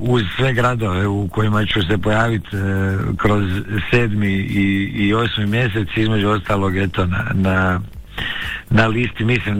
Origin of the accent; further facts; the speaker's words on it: Croatia; samo što malo kod nas u Hrvatskoj je malo teže s dozvolama, malo se teže dobijaju dozvole